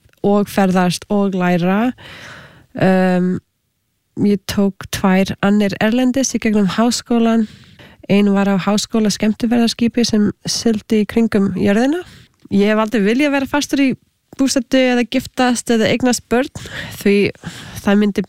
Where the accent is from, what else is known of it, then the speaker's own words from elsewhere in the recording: Canada; Icelandic is a second language; also born or lived in United States / Australia; ég ólst upp í Kanada með halv indverskri móðir frá Suður Ameríku svo ég var þegar alþjóðlegt barn og með nokkuð tungumál sem ég gat notað